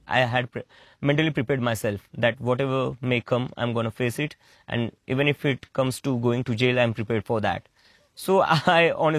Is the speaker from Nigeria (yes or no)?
no; India; an international student studying in the US on an Indian passport. I was an Indian abroad. Everybody who knew me there knew me as an Indian, a brown guy studying in the US.